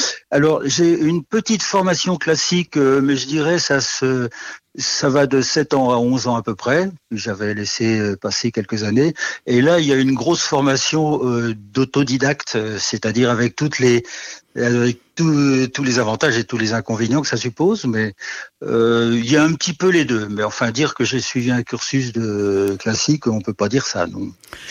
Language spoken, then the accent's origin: French; Nouvelle-Aquitaine, France; moi je suis plutôt du Poitou-Charentin en fait, hein. je suis un petit peu au sud, hein.